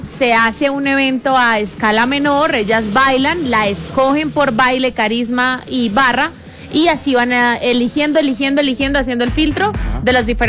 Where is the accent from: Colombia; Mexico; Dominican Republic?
Colombia; Pitalito, Huila; ya había ronda San Pedrinas en mi pueblo, en Pitalito.